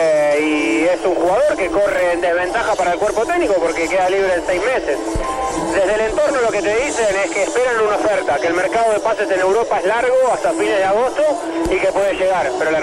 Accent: Tandil, Buenos Aires Province, Argentina; now in Buenos Aires, Argentina; soy de Tandil y está Santa Marina.

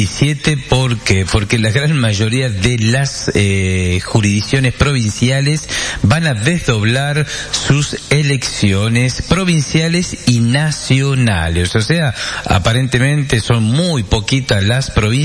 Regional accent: Salta, Argentina; nuestra provincia de Salta

